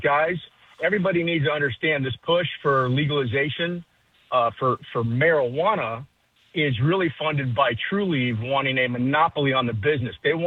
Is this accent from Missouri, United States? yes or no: no; Miami, Florida, United States; now in Jacksonville, United States; I'm originally from Miami as well.